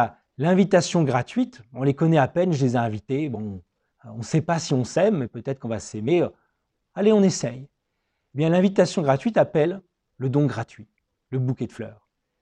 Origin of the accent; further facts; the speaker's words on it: Metz, Grand Est, France; born there; moi je suis né à Metz en France